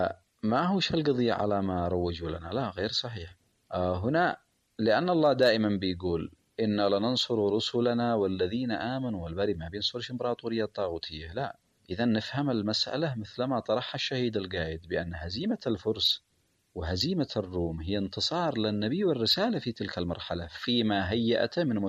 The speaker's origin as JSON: {"language": "Arabic", "country": "Yemen", "said": "نحن كشعب يمني لا نيأس أبدا"}